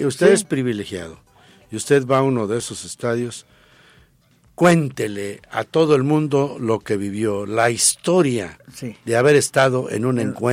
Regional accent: Tepeji del Río, Hidalgo, Mexico; born or raised there; moved away

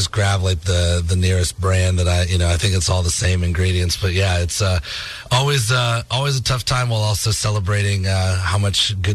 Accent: Massachusetts, United States; now in Alabama, United States; growing up in Massachusetts, I was always a fall allergy kid when I was younger

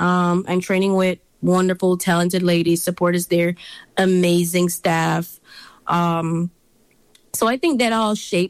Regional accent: Jamaica; So growing up, I mean, track and field was like the main sports for women.

